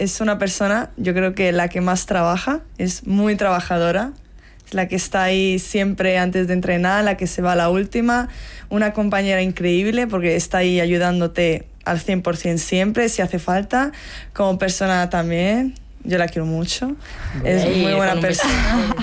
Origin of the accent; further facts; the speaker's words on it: Tenerife, Canary Islands, Spain; born there; now in Madrid, Spain; Bueno, nosotras nacimos en Tenerife